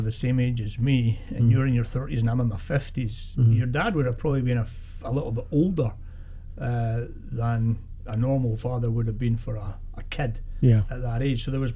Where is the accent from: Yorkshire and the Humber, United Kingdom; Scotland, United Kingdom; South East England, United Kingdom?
Scotland, United Kingdom; I grew up with in Scotland, a bit further north.